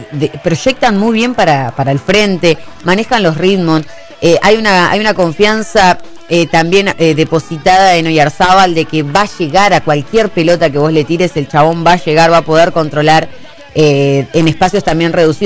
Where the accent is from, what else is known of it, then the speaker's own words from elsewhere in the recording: Argentina; al menos yo como argentina pretendo mucho más de la selección argentina.